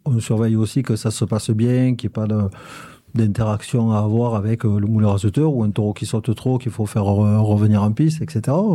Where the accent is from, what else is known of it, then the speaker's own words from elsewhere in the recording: La Grande-Motte, Occitanie, France; also born or lived in Montpellier; Enfin, je suis né à Montpellier, j'ai vécu à la Grande Motte jusqu'à 13-14 ans, j'avais jamais vu un taureau.